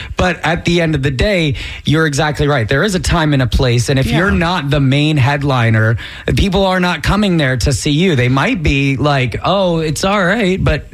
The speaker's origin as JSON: {"language": "English", "town": "Seminole", "country": "United States", "tie": "born or raised there", "said": "We've got Joe over in my hometown of Seminole."}